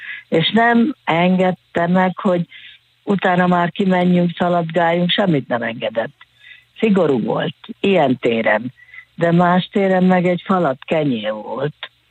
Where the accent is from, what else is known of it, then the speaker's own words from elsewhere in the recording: Nagyecsed, Szabolcs-Szatmár-Bereg, Hungary; 3 vagyunk lányok, és akkor Nagyecseden születtünk, ott is laktunk sokáig